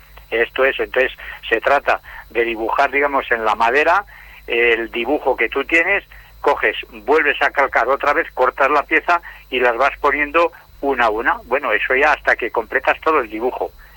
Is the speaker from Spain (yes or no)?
yes; Zaragoza, Aragon, Spain; porque yo vengo de Zaragoza, y las compramos ahí